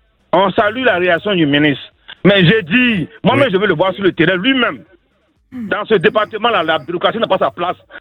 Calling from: Abidjan, Côte d’Ivoire; Je suis à Abidjan.

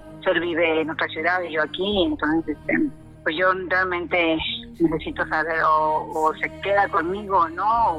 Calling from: Quintana Roo, Mexico; Yo estoy aquí en Quinotompe Blanco

